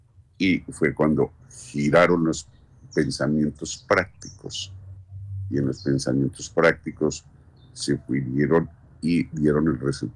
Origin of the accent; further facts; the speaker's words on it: Colombia; Los colombianos sí sabemos lo que es el resultado y el dolor de un tránsito de estadios de la vida en dolores emocionales.